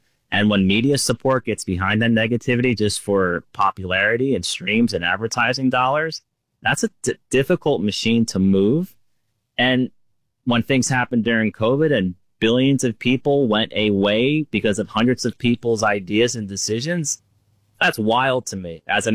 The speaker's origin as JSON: {"language": "English", "region": "Northeast", "country": "United States", "tie": "born or raised there", "said": "even people from where I grew up in the Northeast, if you ever gave like police support, they were getting shunned."}